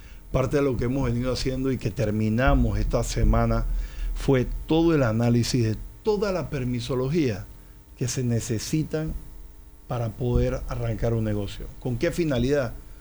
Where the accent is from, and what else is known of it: Panama